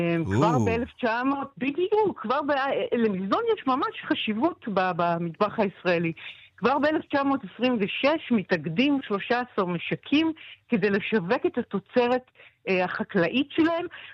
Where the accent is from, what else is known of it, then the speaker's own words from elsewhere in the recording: Central District, Israel; אני גדלתי במושב בשרון, ונתניה הייתה עיר המחוז שלנו